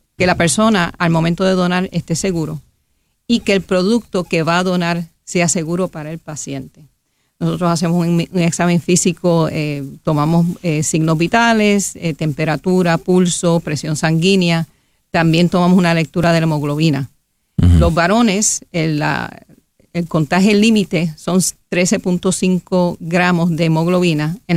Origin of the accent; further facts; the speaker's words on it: Puerto Rico; nosotros como puertorriqueños, compatriotas y ciudadanos